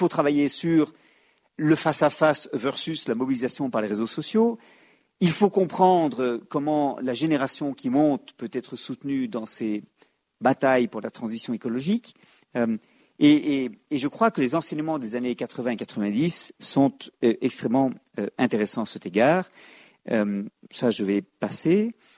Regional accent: Belgium; chez nous, en Belgique

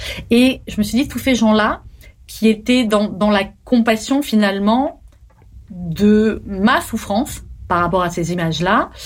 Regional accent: France; Nous, pour le Bataclan, j'ai envie de dire parce qu'on est français, évidemment qu'on a souffert

